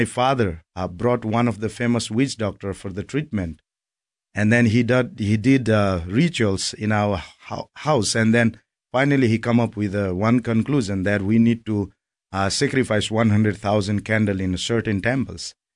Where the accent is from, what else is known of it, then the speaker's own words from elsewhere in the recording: Nepal; English is a second language; from Nepal. And God has been doing a marvelous work right now. And I was grown up in a Hindu family where we worship 3,300 million God, more than our population.